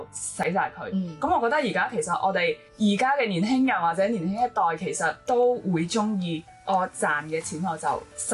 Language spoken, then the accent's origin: Cantonese; China; 即係我聽講嘅一個講法就係話，以前我哋中國人其實係比較即係傳統嘅咧，係中意儲錢。